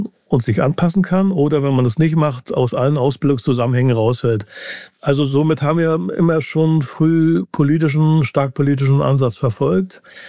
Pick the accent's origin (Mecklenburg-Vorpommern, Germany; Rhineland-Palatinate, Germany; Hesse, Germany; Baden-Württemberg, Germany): Mecklenburg-Vorpommern, Germany; Und ich bin eben auch in einem Milieu groß geworden, so südlich von Rostock